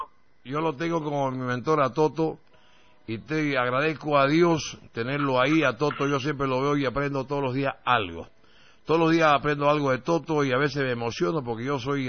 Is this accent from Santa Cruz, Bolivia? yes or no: yes; Santa Cruz, Bolivia; nosotros los cruceños